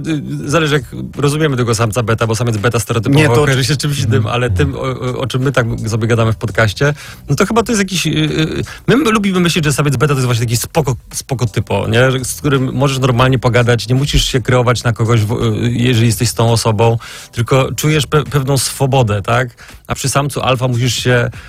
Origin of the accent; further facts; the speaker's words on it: Wałbrzych, Lower Silesian Voivodeship, Poland; No czy teraz jestem, bo jestem z Wałbrzycha w ogóle, jestem bardzo z mniejszego miasta.